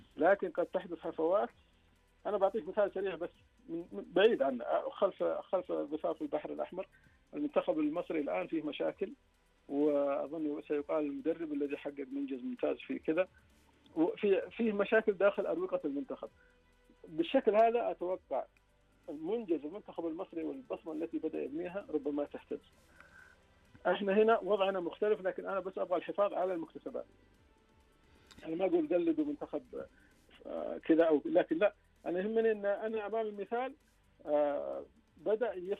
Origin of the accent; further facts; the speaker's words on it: Saudi Arabia; أنا كلاعب سعودي